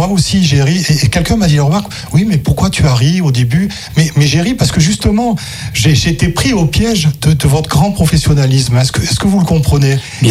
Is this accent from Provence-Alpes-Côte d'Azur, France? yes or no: yes; Cannes, Provence-Alpes-Côte d'Azur, France; j'adore voir des films, et depuis très longtemps, j'ai grandi à Cannes, je suis accrédité au festival